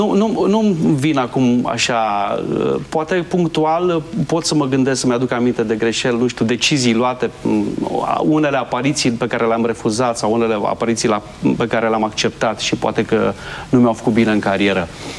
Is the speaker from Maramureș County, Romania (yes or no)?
yes; Baia Mare, Maramureș County, Romania; moved away as an adult; also born or lived in Sălaj; now in Bucharest, Romania; M-am născut în Sălaj, am copilărit în Maramureș, în Baia Mare, și la 18 ani m-am mutat în București.